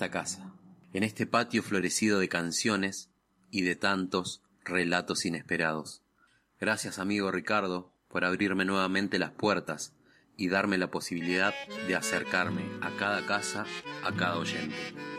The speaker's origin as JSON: {"language": "Spanish", "town": "Los Toldos", "region": "Buenos Aires Province", "country": "Argentina", "tie": "born there", "said": "Soy nacido en Los Toldos, provincia de Buenos Aires."}